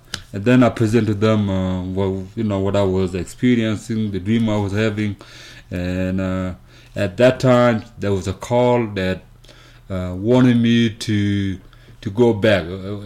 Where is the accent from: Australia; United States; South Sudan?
South Sudan; moved away; I started off, I'm kind of a former refugee. I'm originally from South Sudan, southeastern part of South Sudan.